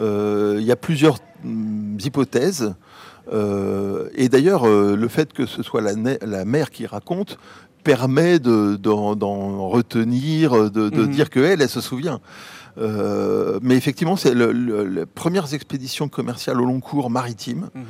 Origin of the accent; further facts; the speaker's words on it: Martinique, France; also born or lived in Rouen; je suis né à Rouen, donc les Normands, de toute façon, sont des grands navigateurs, voilà. Des voyageurs, et j'ai grandi à la Martinique